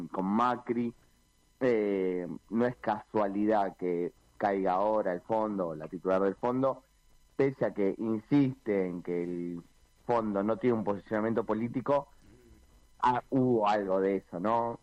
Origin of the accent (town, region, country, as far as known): Argentina